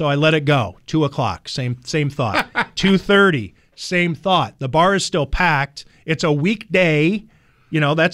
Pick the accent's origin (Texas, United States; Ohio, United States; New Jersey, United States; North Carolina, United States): Ohio, United States; So I grew up in Northeast Ohio.